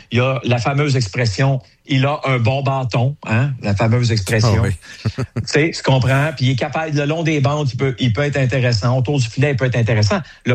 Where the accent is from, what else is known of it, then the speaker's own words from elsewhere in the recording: Gatineau, Quebec, Canada; moi, j'ai grandi à Hull.